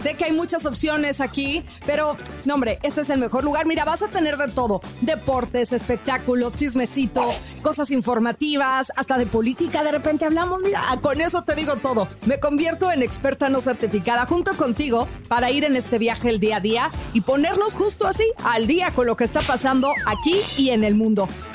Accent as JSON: {"language": "Spanish", "country": "Mexico", "moved": "yes", "said": "como buenos latinos, pero sobre todo como mexicanos"}